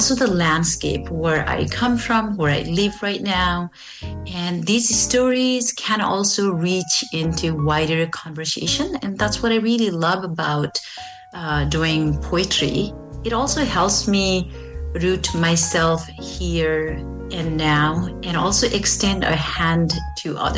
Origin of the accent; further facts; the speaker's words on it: Nepal; now in St. Albert, Canada; I live and write in St. Albert. I am originally from Nepal. I moved to Canada 15 years ago.